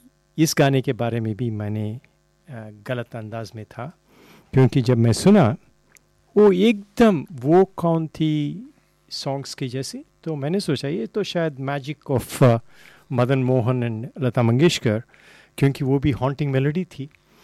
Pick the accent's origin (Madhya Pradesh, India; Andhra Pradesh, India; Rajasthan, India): Andhra Pradesh, India; now in Sydney, Australia; मैं आंध्रा से हूँ